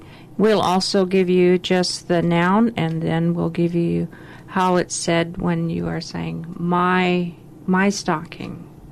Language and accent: English; Klukwan, Alaska, United States; I am from Klukwan, Alaska.